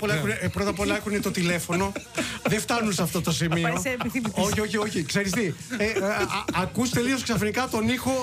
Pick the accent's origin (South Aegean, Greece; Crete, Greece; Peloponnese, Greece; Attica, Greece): Peloponnese, Greece; Molaoi; Guilty as charged που λένε και στο χωριό μου στου Μολάου.